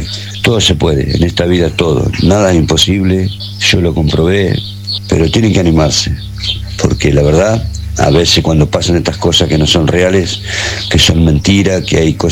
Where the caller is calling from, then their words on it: General Belgrano, Buenos Aires Province, Argentina; somos de General Belgrano, provincia de Buenos Aires, a 160 kilómetros capital.